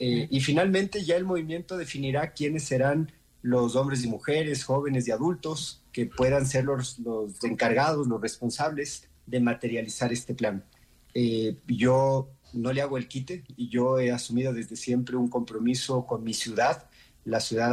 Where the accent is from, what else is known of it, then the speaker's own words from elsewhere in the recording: Quito, Pichincha, Ecuador; los damnificados finalmente somos los quiteños